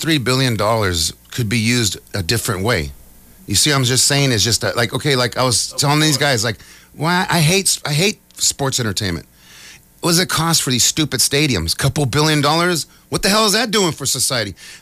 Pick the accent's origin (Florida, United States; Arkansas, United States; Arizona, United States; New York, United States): Arizona, United States; our family, we don't sunburn. That's because we come from Arizona. Desert, stinky, no fun Arizona.